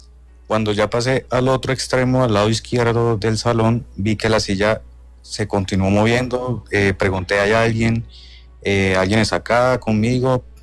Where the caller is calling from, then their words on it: Huila, Colombia; yo soy del Huila.